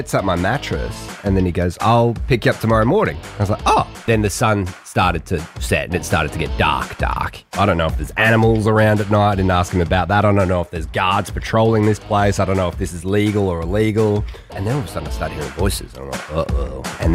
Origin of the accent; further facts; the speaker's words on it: Australia; I'm 36 from Australia.